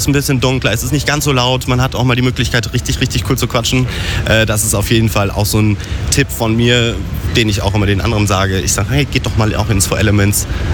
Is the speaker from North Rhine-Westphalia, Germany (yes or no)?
yes; North Rhine-Westphalia, Germany; Also, aus dem Sauerland.